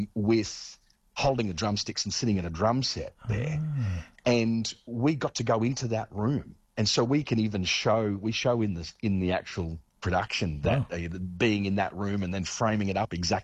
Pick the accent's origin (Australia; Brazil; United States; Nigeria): Australia; we said, sorry, we're from Australia and we're making a … tribute show.